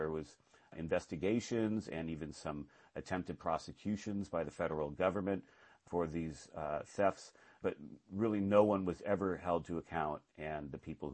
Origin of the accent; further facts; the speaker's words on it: Guerneville, California, United States; a group of people put out a very well-funded and organized campaign to save tiny Armstrong Woods in my hometown of Guerneville in Sonoma County.